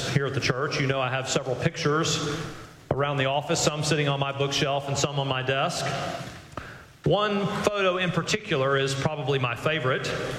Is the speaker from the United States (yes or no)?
yes; Nashville, Tennessee, United States; I think about our wedding at the church I grew up in Nashville.